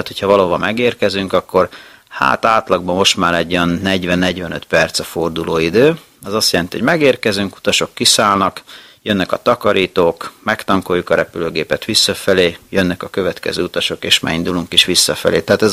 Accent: Hungary; de azért én magyar ember vagyok

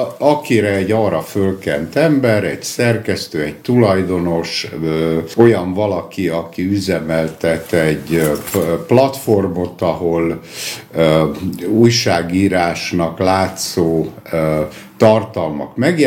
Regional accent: Mohács, Baranya, Hungary; born there; moved away; also born or lived in Moscow; Mohácson születtem, tehát vegyük úgy, hogy mohácsi, de miután 17 évet éltem Moszkvába, először azt mondták, hogy a mazoista, aztán azt mondták, hogy a moszkvai. Én most azt szoktam mondani, hogy a másik.

